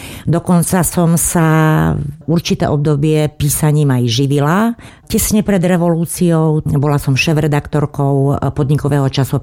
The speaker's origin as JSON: {"language": "Slovak", "town": "Malý Šariš", "region": "Prešov Region", "country": "Slovakia", "tie": "born or raised there", "said": "Áno, som rodáčka z Malého Šariša, podobne aj moji rodičia a starí rodičia zas tak na 50%."}